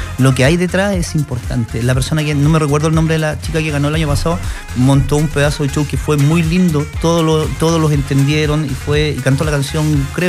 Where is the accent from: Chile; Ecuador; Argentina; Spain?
Chile; Graneros, O'Higgins; now in Puente Alto, Chile; Yo, mira, desde Granero, pero vengo desde Puente Alto. De hecho, ahora vengo desde Lampa, imagínate.